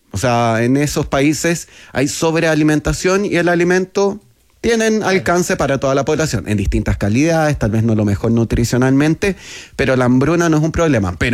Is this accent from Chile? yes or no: yes; Chile; Y me dicen, ¿de dónde eres? De Chile.